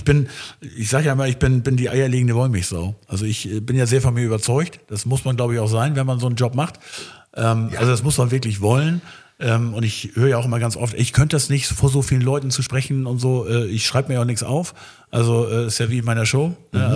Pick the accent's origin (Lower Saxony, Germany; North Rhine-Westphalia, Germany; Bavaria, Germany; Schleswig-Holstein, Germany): Schleswig-Holstein, Germany; Schleswig; born there; ich komme ja aus Schleswig, bin geborener Schleswiger